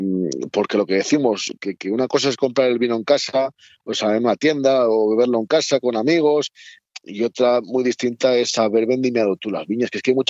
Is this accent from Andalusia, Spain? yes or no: no; Toro, Castile and León, Spain; born there; Ocurrirá también más o menos en mi pueblo, en Toro.